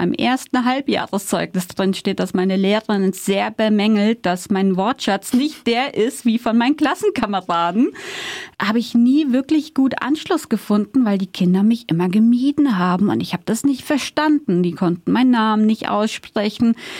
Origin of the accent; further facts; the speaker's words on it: Poland; born there; nicht das adoptierte Mädchen aus Polen, sondern ich war einfach ich.